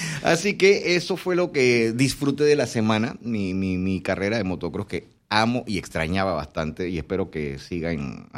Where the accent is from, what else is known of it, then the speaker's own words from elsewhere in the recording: La Chorrera, Panamá Oeste, Panama; now in Panama City, Panama; Por fin me di una vuelta por mi pueblo. Mi pueblo es La Chorrera.